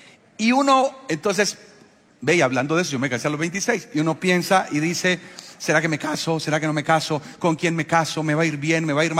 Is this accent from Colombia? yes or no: yes; Colombia; los hombres de Colombia somos